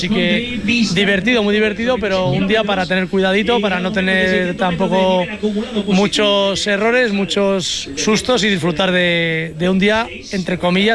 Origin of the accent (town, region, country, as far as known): La Rioja, Spain